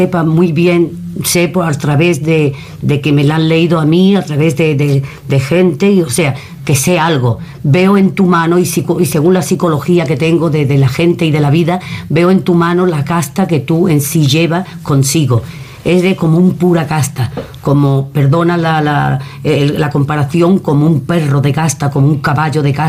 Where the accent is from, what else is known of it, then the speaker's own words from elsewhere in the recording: Andalusia, Spain; porque yo soy del sur, yo soy andaluza